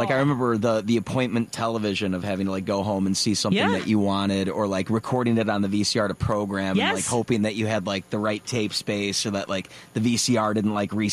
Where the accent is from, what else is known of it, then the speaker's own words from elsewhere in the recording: Cary, Illinois, United States; Yeah, I grew up in Cary.